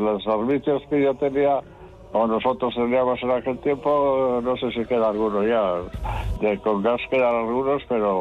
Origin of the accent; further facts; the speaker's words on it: Basque Country, Spain; No, pues yo de Machichaco prácticamente nací en Machichaco. La casa pues estaba a 1,5 kilómetros, así.